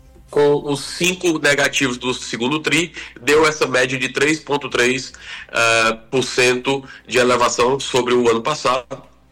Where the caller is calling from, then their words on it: Juazeiro do Norte, Ceará, Brazil; Falo aqui diretamente do Cariri Cearense, Sávio. Juazeiro do Norte.